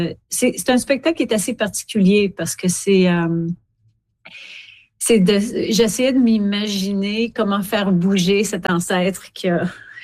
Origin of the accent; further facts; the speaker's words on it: Quebec City, Quebec, Canada; Puis moi, je suis native de Québec, évidemment.